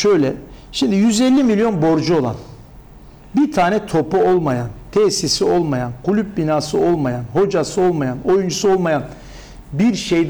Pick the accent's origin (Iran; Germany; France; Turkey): Turkey; Mersin; Turgut Reis Mahallesi'nde doğdum.